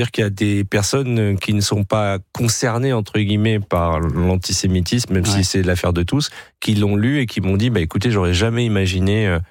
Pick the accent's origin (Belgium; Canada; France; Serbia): France; J'ai une empathie, je sais pas, moi je suis français, moi je m'occupe pas de la politique israélienne, on a déjà du mal à comprendre la politique en France.